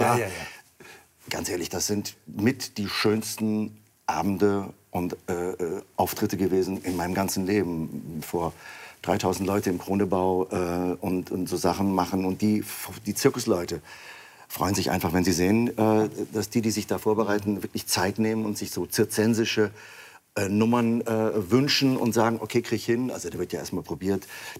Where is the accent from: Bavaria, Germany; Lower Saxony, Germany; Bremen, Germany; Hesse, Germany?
Bremen, Germany; Bremerhaven; Aber ich bin in meiner Heimatstadt in Bremerhaven